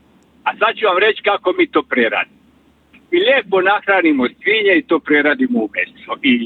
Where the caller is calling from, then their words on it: Osijek, Osijek-Baranja County, Croatia; ja sam iz Osijeka, iz Slavonije